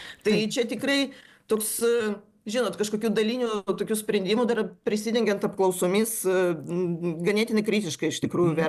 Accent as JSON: {"language": "Lithuanian", "town": "Vilnius", "region": "Vilnius County", "country": "Lithuania", "said": "mes kaip vilniečiai vertiname šitą projektą"}